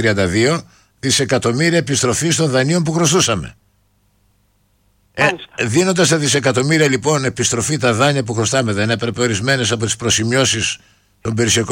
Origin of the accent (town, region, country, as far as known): Greece